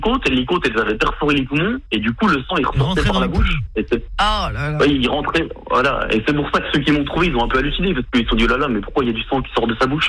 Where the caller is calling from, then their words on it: Besançon, Bourgogne-Franche-Comté, France; moi, je suis de Besançon